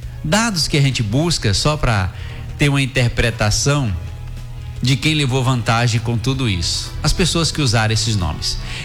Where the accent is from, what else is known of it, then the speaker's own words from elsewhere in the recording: Brazil; nós somos brasileiros, que nós somos nato filho dessa terra